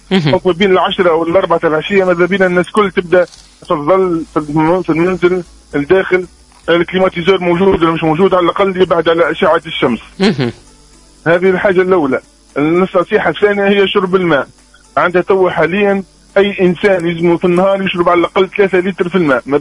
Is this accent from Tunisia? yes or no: yes; southern Tunisia, Tunisia; احنا عندنا في الجنوب زون معناتها كوتير كبيرة من بلقردان الجرديس الجربة